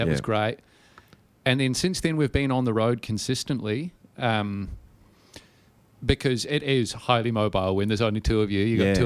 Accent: New Zealand; now in Australia; So our mums are sisters. We grew up back home in Aotearoa together

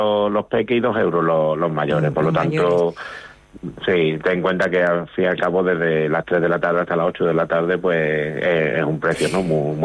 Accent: Pizarra, Andalusia, Spain; es verdad que a lo mejor hoy no es el día para invitaros a mi pueblo, pero bueno, que vengáis a Pizarra

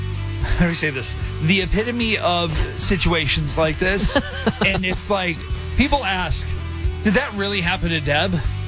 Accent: Lake Hallie, Wisconsin, United States; moved away; the Eau Claire, Lake Halley, Wisconsin, my hometown.

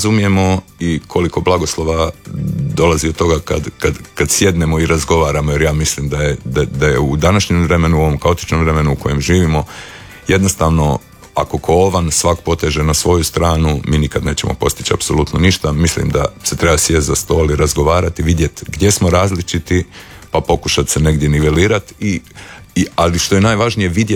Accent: Croatia; ja sam jedini iz Hrvatske

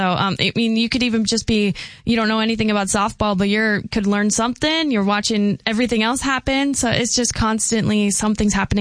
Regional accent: Dickinson, North Dakota, United States; now in Grand Forks, United States; I was born in Dickinson.

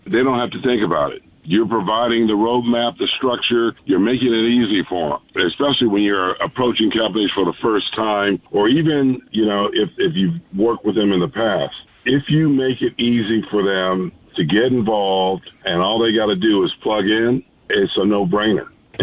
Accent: United States; as a Boy Scout and as an American

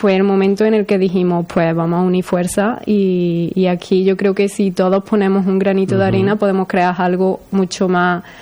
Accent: Casariche, Andalusia, Spain; Somos cuatro de Casariche

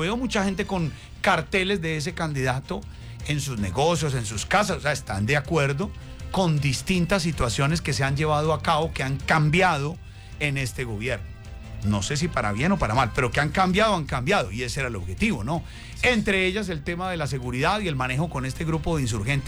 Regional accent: Colombia

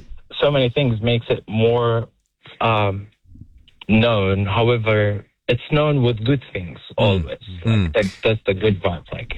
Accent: Saudi Arabia; now in New Zealand; Well, originally I'm from Saudi.

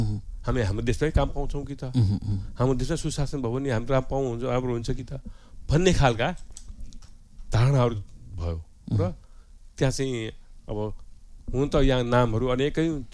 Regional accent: Kathmandu, Bagmati, Nepal; म नेपालको काठमाडौँको पनि बानेश्वर 10

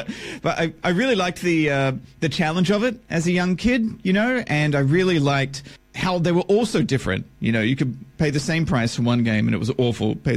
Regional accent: Toowoomba, Queensland, Australia; I grew up in Toowoomba, as much as you can grow in Toowoomba, and I was kind of on this little hobby farm

